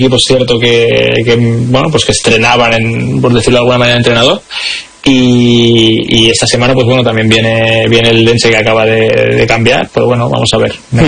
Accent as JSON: {"language": "Spanish", "region": "Catalonia", "country": "Spain", "said": "además somos los dos catalanes y de cerca además"}